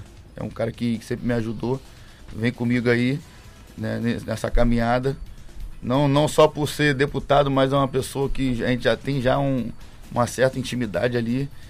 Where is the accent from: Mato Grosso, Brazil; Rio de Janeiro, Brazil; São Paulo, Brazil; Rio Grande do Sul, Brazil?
Rio de Janeiro, Brazil; moved away as an adult; now in Boa Vista, Brazil; Sou carioca, né? Vim do Rio de Janeiro, mas eu vou fazer 6 anos aqui em Boa Vista.